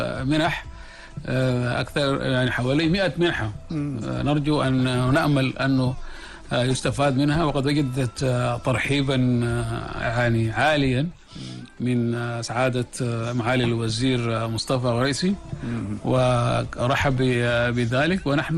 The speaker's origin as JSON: {"language": "Arabic", "country": "Sudan", "lives_now": "Senegal", "said": "والله يعني شرف عظيم لي أن تختارني حكومتي لأمثل بلادي السودان في جمهورية السنغال الشقيقة"}